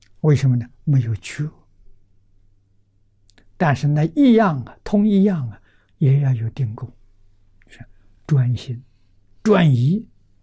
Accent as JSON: {"language": "Chinese", "country": "China", "said": "我们中国人"}